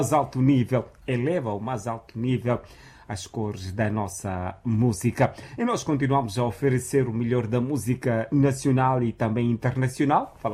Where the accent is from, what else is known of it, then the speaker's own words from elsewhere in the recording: Mozambique; nós como moçambicanos